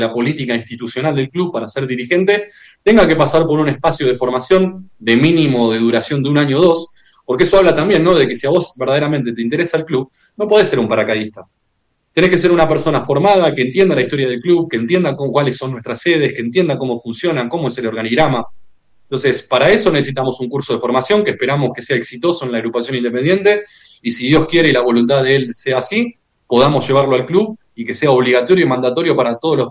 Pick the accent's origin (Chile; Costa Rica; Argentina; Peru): Argentina; Tandil, Buenos Aires Province; En este momento estoy en Tandil y yo soy oriundo de acá, nacido y criado acá.